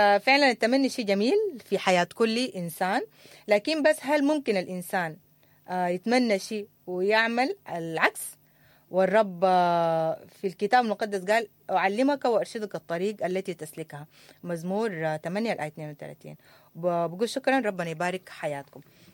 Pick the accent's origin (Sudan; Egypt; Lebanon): Sudan; نحن شباب سوداني واعي، تعلمنا وعرفنا جيدا ماذا نعني ماذا تعني الوطنية أو الإنسانية